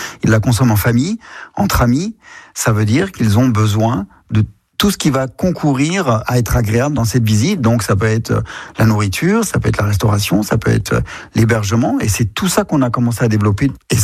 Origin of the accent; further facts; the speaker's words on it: Grand Est, France; j'habite pas sur le site et que je viens de la Meurthe-et-Moselle, du pays du fer, parce que mon père était mineur de fer